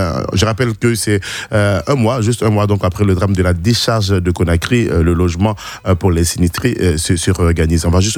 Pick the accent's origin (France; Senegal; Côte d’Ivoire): Côte d’Ivoire; chez nous en Côte d'Ivoire, on habite à Akouedo.